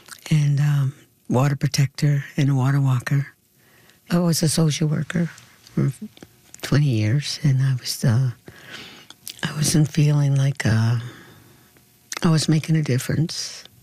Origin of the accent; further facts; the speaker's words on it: Nova Scotia, Canada; I'm from Sebaganegri in Mi'kma'ki in Nova Scotia. I reside on the Indian Brook Reserve.